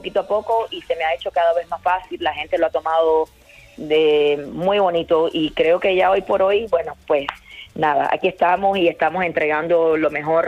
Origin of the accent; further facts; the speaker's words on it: Cuba; un momentico donde puedan desconectar de todas las cosas difíciles que hemos tenido que pasar como cubanos.